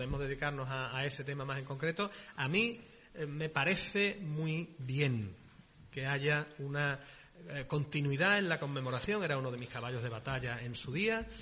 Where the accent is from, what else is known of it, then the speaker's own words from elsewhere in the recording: Pamplona, Navarre, Spain; de Pamplona, por más que a mí me guste el norte, no entra en conflicto